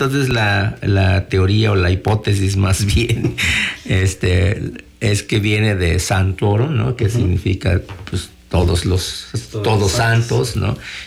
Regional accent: Huasteca, Mexico; la mayoría de los que somos de la Huasteca

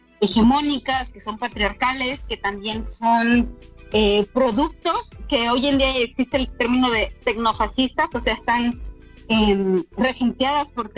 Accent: Veracruz, Mexico; moved away; llegué a vivir aquí a la costa, aunque soy veracruzana

